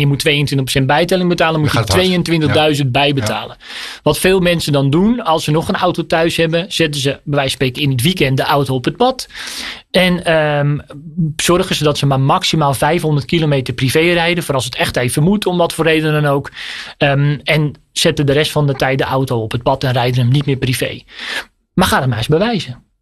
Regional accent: North Holland, Netherlands

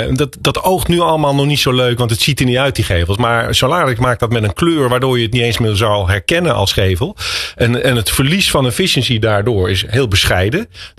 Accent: Netherlands; wij hebben als Nederlanders de meeste zonnepanelen per hoofd van de bevolking van de hele wereld

